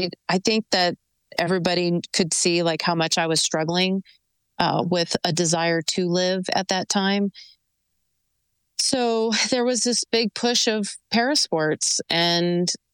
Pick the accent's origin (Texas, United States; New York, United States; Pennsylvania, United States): Texas, United States; born there; I was born in Texas, joined the Army at 17